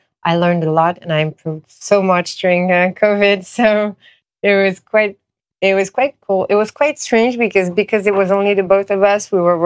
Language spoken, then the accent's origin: English; Paris, Île-de-France, France; and I was born and raised in Paris, so I think for a lot of other Parisians too